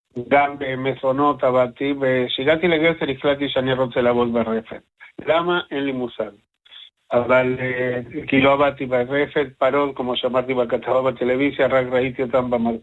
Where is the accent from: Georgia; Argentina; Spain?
Argentina; accent: Spanish speaker's accent; Hebrew is a second language; now in Kibbutz Gezer, Israel; אני ארגנטינאי.